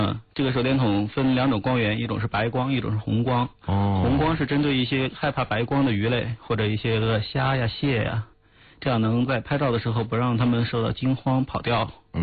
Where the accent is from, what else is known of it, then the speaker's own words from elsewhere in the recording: Hainan, China; 我来自海南，然后从小是在海边长大的